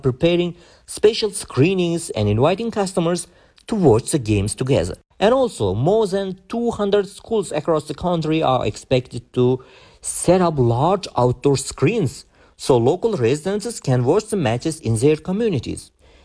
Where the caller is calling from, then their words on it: Tashkent, Uzbekistan; English is a second language; Hello there. … speaking from Tashkent.